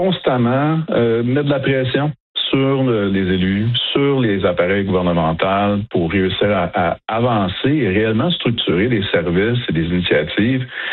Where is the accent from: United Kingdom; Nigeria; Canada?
Canada; Kanesatake, Quebec; je viens de Ganesetagé.